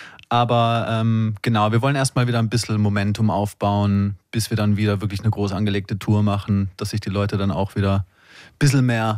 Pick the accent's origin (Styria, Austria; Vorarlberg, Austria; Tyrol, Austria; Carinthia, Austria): Tyrol, Austria; Axams; also born or lived in Mannheim; now in Vienna, Austria; ich bin natürlich jetzt als Künstler in Wien gebased und ich war ja immer Tiroler, also ich bin Tiroler Künstler